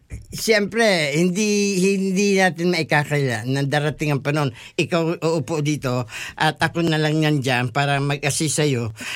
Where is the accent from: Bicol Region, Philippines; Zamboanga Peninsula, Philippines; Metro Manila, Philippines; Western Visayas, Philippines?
Bicol Region, Philippines; first language Bicol; Tagalog is a second language; now in Melbourne, Australia; alam naman ng karamihan dito sa Melbourne na ang native tongue ko is not Tagalog. Bicol.